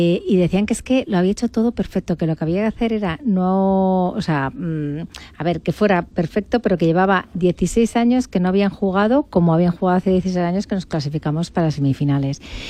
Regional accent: Madrid, Community of Madrid, Spain; yo soy de Madrid y yo, claro, tiro para la selección

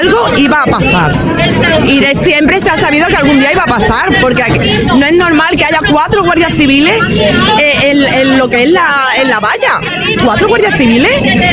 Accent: Ceuta, Spain; es que además los ceutíes son muy españoles, porque tenemos la frontera al lado, y somos muy españoles.

